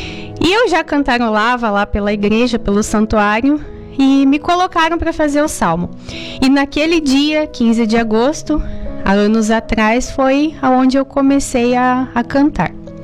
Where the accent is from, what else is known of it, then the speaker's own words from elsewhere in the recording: Curitiba, Paraná, Brazil; Sou de Curitiba.